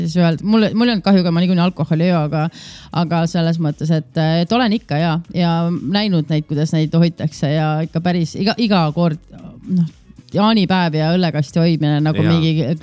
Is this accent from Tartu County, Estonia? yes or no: yes; Kõrveküla, Tartu County, Estonia; mina kasvasin üles Kõrvekülas